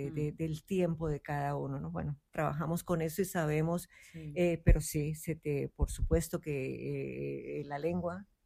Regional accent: Colombia; now in Argentina; No, yo estoy incluida también en el grupo de los argentinos, pero yo soy colombiana.

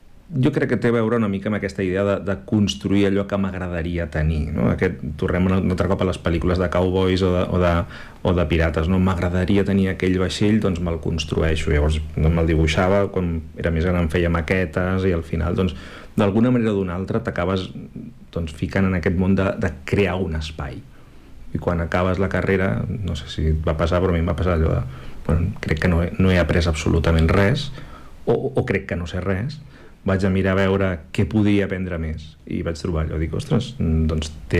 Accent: Esparreguera, Catalonia, Spain; perquè neixo a Esparreguera.

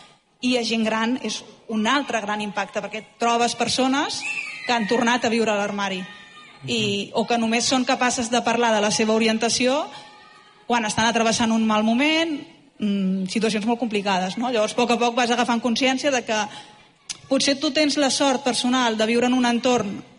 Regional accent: Castellón de la Plana, Valencian Community, Spain; Jo sóc valenciana, sóc de Castelló.

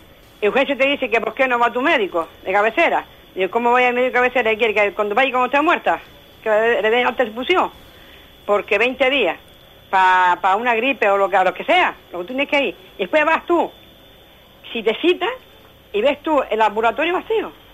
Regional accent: Ingenio, Canary Islands, Spain; Vale, yo soy aquí de Ingenio.

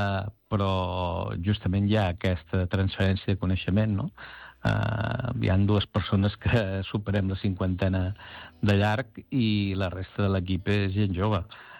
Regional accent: Badalona, Catalonia, Spain; now in Girona area, Spain; De fet, allà on vaig, dic que sóc de Badalona

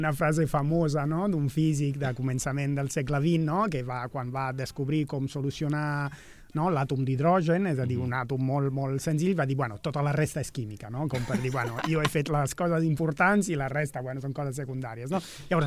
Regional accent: Rome, Lazio, Italy; born or raised there; moved away as an adult; now in Barcelona, Spain

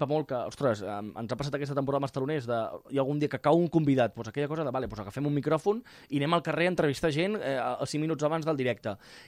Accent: Cunit, Catalonia, Spain; sí, sóc de Cunit i, hòstia, suposo que estic flipant, no? Hòstia, és de Cunit, parla català, no?

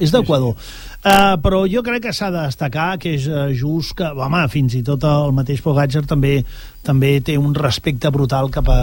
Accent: Catalonia, Spain; pels que vivim aquí, que som catalanes i catalans

